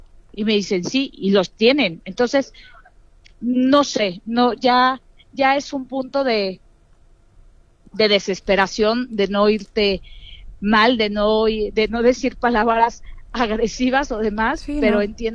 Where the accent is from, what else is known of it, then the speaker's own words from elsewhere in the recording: Mexico; yo amo México, soy mexicana y lo amo